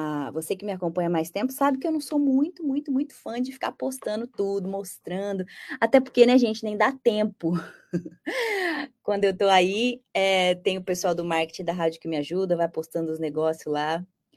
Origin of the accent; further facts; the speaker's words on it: Brazil; born there; Eu nasci no Brasil, no Brasil.